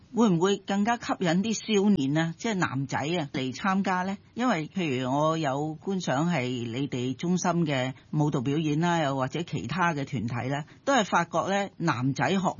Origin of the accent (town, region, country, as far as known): Hong Kong